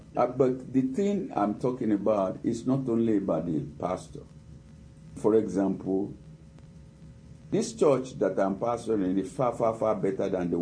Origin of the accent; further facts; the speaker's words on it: Nigeria; We grew up together in Nigeria